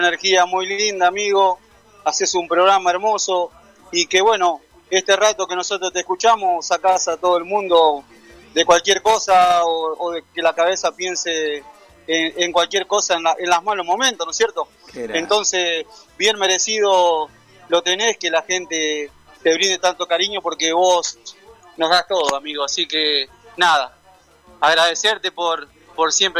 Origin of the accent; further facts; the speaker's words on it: Carcarañá, Santa Fe, Argentina; Soy un agradecido de estar en lo que es mi ciudad. Estoy muy feliz, me siento muy feliz siempre en mi ciudad, en mi en mi pueblo, en mi barrio. Aprovecho a saludar a mi barrio Las Flores.